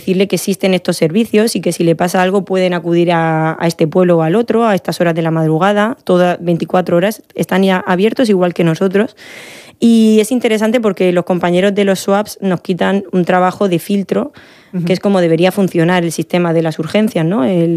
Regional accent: Valencian Community, Spain; Soy de la Comunidad Valenciana y, vamos, muchísima gente viene del Pilar porque, claro, por zona geográfica es más sencillo ir a los arcos

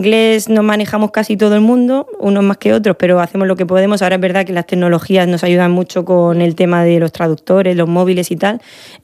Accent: Valencian Community, Spain; Soy de la Comunidad Valenciana y, vamos, muchísima gente viene del Pilar porque, claro, por zona geográfica

